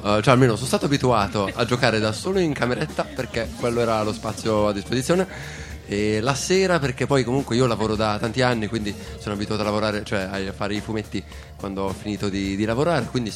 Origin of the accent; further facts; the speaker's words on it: Brianza, Lombardy, Italy; Io invece da brianzolo che sono, quindi da una zona di mondo estremamente industrializzata